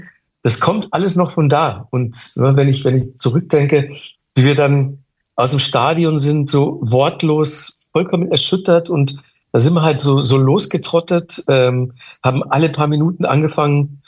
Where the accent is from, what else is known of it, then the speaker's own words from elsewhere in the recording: Manching, Bavaria, Germany; Und mein Onkel Hans ist ja Friseur in Manching, wo ich aufgewachsen bin.